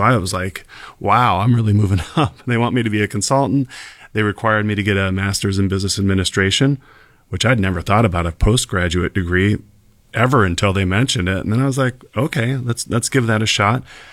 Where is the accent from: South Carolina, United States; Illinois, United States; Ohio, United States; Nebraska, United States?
Nebraska, United States; moved away as an adult; now in Western New York, United States; I grew up in the middle of Nebraska. When I tell people that in the workshop, I get a couple chuckles, which I appreciate because you don't meet a lot of Nebraskans in Western New York. But I grew up in Nebraska, a small farming community